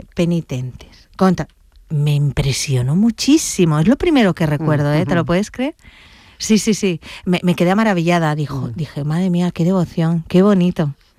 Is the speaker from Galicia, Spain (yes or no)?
no; Valencia, Valencian Community, Spain; born there; now in Andalusia, Spain; Sí, yo nací en Valencia pues por cuestión de que mis padres se conocieron allí, porque no son ni de allí ellos tampoco.